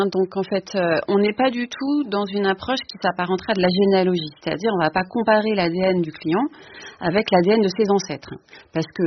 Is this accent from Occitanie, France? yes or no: no; Paris, Île-de-France, France; born there; je suis née à Paris, donc je vais être étiquetée parisienne, alors que j'ai une partie de ma famille qui est russe, une autre partie qui est du nord de la France.